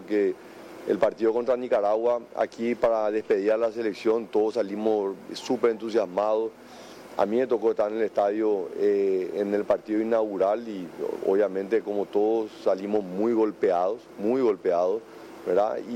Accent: Paraguay; Así que estoy con una enorme emoción como paraguayo.

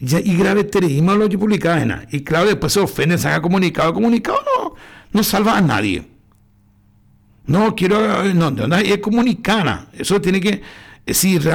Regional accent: Pilar, Ñeembucú, Paraguay; nosotros que somos de Pilar

